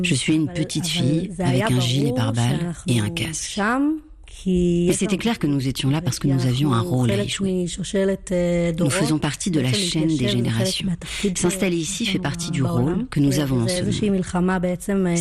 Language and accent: French; Kiryat Arba, West Bank, Palestine; now in Kida, West Bank; Toutes les années où j'ai grandi là-bas, à Kiryat Arba